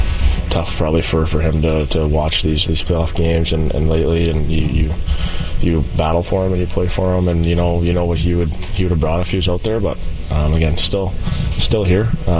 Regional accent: Western Canada, Canada; he's a Western Canadian kid, and growing up in Western Canada, I kind of always kind of knew who he was

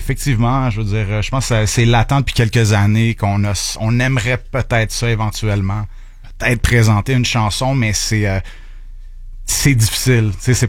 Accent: Montreal, Quebec, Canada; Évidemment, on a grandi à Montréal, fait que pour nous, c'est juste... c'est naturel

